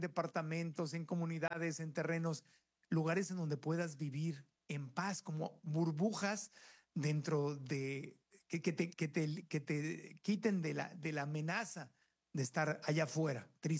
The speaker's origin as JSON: {"language": "Spanish", "country": "Mexico", "said": "yo tengo la fe en que México vamos a recuperar"}